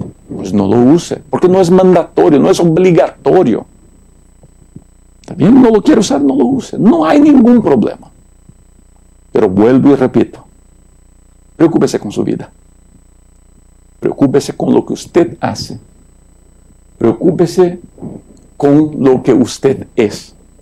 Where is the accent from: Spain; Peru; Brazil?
Brazil; now in United States; Yo soy de Brasil, fui creado en Brasil.